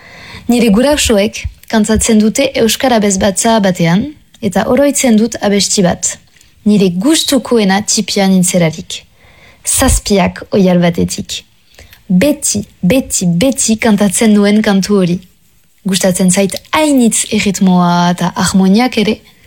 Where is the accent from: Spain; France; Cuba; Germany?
France; Ustaritz, Nouvelle-Aquitaine; Basque is a second language; ipare Euskal Herriko artista. Ustaritzekoa naiz, eta hogeita sortzi urte ditut.